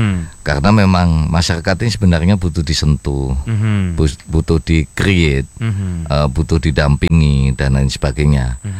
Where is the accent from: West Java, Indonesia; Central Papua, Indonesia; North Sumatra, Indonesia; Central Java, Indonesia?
Central Java, Indonesia; Surakarta; karena saya dari Solo, saya kan seminggu sekali kan ke Jakarta kan.